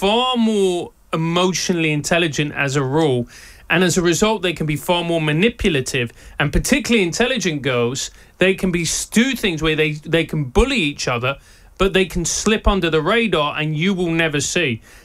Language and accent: English; London, United Kingdom; accent: South London; first language Spanish; English is a second language; my mother is a first-generation immigrant. My mother's from Venezuela. My first language is actually Spanish. You wouldn't believe it to hear my dulcet South London tones.